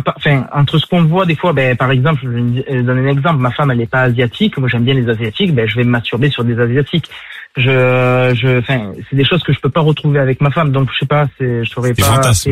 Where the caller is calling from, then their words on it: Toulon, Provence-Alpes-Côte d'Azur, France; Je viens de Toulon.